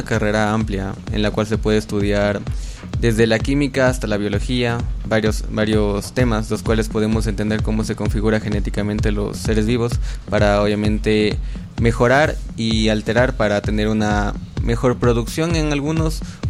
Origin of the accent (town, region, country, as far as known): Ambato, Tungurahua, Ecuador